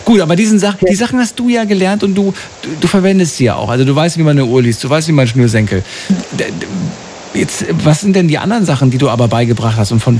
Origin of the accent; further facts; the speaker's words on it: North Rhine-Westphalia, Germany; komme aber auch aus NRW